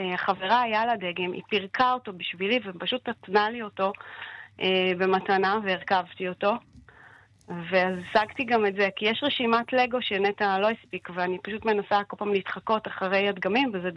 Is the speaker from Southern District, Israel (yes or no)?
no; Hadera, Haifa District, Israel; כי בעלי זה היה עם שבת, אנחנו פה מחדרה ופה לא היו אזעקות